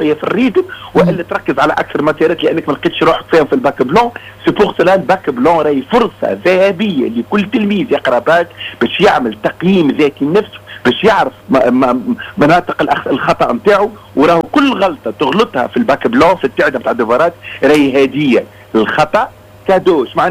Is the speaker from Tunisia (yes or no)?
yes; Tunisia; احنا مجتمع تونسي